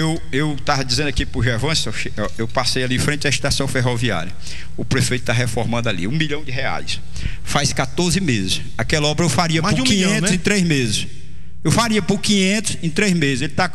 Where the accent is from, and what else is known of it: Reriutaba, Ceará, Brazil; moved away